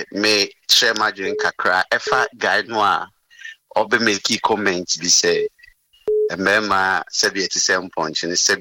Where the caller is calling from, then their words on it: Ashalaja, Greater Accra, Ghana; I'm calling from Ashalaja.